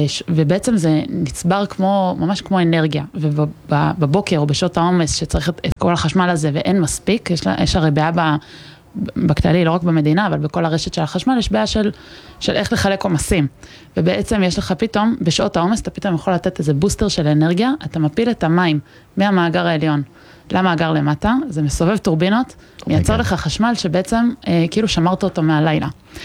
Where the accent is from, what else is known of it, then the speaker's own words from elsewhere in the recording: Yatir, Southern District, Israel; now in Northern District, Israel; אני מדרום הר חברון במקום.